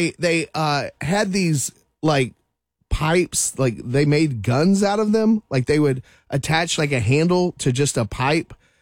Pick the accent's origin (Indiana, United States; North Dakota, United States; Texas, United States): Texas, United States; Memphis; moved away; a little town in the Texas panhandle called Memphis, Texas.